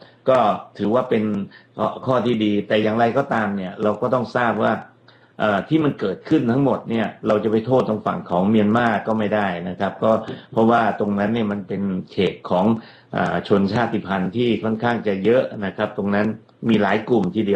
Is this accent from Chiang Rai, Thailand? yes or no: yes; Chiang Rai, Thailand; เพราะว่าผมโตในจังหวัดเชียงรายแล้วได้กินน้ำได้กินปลาในแม่น้ำนะครับ